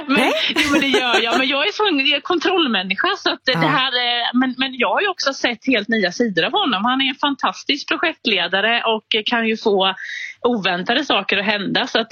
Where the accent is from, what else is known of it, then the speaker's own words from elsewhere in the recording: Småland, Sweden; jag är från Småland